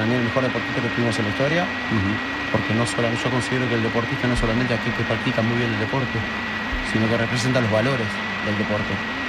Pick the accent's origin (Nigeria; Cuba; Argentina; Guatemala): Argentina; moved away